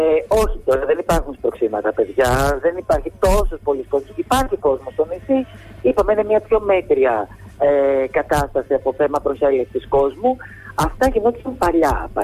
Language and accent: Greek; Santorini, South Aegean, Greece; θα μιλήσω λίγο για τον τόπο μου.